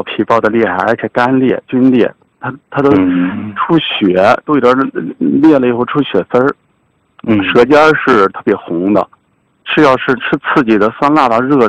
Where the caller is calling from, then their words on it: Cangzhou, Hebei, China; 我是来自河北省沧州市的， … 。我的出生年月日呢，农历是1975年腊月初十早上八点半多吧生